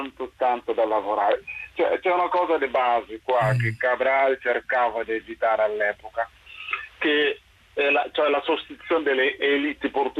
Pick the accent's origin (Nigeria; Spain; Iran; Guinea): Guinea; questo a un certo punto mi ha portato ad essere persona non grata nel mio paese, sì, in Guinea